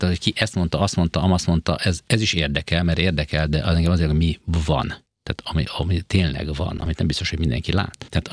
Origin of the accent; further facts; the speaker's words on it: Hungary; born there; nekem itt van dolgom, azért születtem ide.